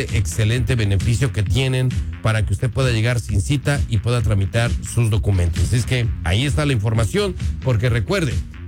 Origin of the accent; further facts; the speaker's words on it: Mexico; now in United States; se lo dice su servidor como mexicano